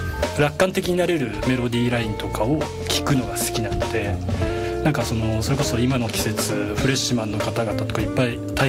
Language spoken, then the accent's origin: Japanese; Ibaraki, Japan; まあ、そもそも茨城に、あ、自分地元が茨城なんですが、茨城に居留まるつもりでいたんで